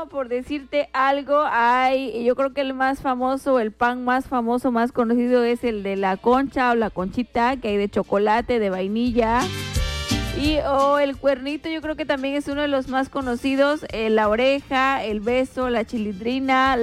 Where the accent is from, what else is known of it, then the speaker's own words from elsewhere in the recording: Mexico; como mexicanos, un cafecito sin pan como que no amarra